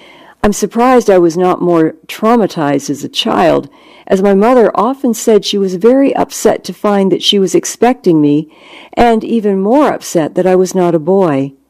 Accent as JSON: {"language": "English", "town": "Toronto", "region": "Ontario", "country": "Canada", "tie": "born there", "said": "I was born in St. Michael's Hospital in Toronto in 1951."}